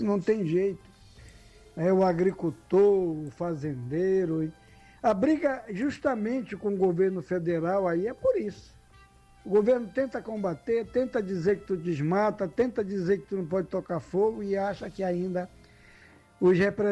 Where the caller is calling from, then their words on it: Pará, Brazil; Aqui pela região do Baixo Amazonas, oeste do Pará, né?